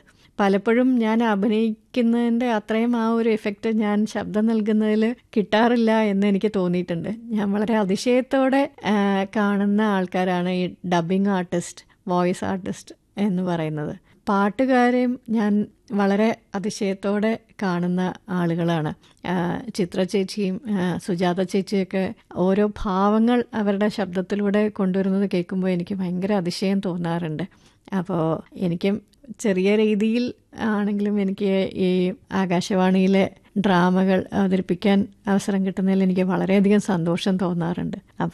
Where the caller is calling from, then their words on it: Thiruvananthapuram, Kerala, India; എന്റെ വീട് തിരുവനന്തപുരത്താണ്.